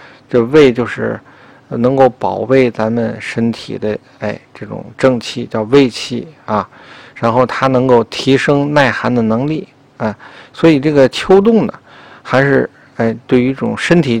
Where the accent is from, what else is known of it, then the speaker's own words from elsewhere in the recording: Tianjin, China; 尤其咱们天津人口味都比较重